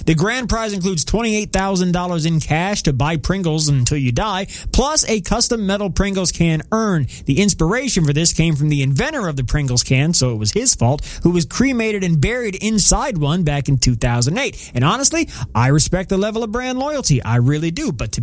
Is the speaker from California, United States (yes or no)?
no; Indiana, United States; it's a ranch-flavored tube so that everybody knows I was from Indiana.